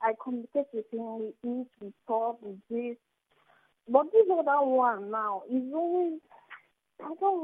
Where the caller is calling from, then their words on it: Ramallah, West Bank, Palestine; calling from Ramallah.